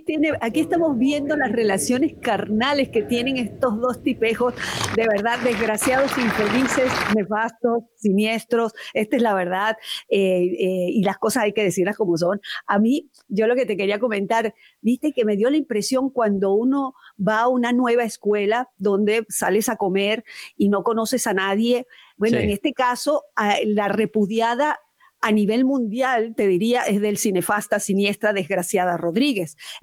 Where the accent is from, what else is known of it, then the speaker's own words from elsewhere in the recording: Venezuela; una cosa es lo que yo puedo sentir como venezolana